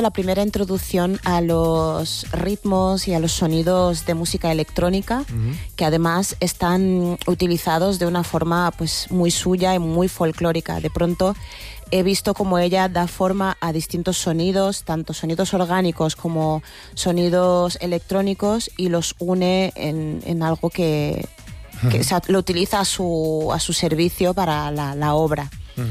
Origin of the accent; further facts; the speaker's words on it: Lisbon, Portugal; now in Madrid, Spain; yo he crecido en Lisboa